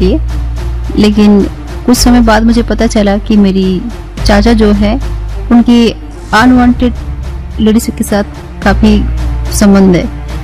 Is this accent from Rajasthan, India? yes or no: no; Kanpur, Uttar Pradesh, India; now in Delhi, India; और मैं कानपुर की रहने वाली हूँ।